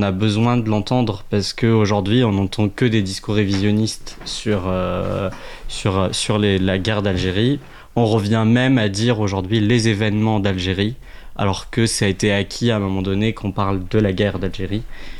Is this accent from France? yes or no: no; Tunisia; moi j'ai grandi en Tunisie, donc moi l'histoire coloniale française je l'ai appris